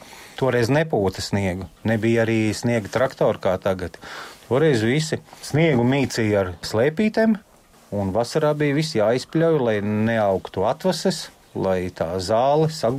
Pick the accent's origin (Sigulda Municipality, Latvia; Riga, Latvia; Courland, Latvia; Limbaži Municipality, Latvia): Riga, Latvia; moved away as an adult; now in Gaiziņkalns, Latvia; es kā rīdzinieks tiku Rīgas ceļos, būvēja Rīgā ielas.